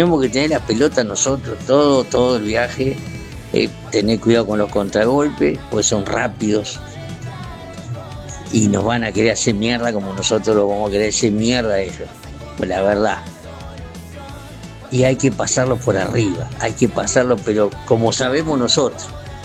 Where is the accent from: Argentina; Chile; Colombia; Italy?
Argentina; somos argentinos y tenemos esa picardía